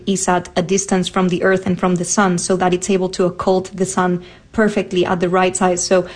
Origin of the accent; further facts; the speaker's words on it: Spain; for that one because I am from Spain.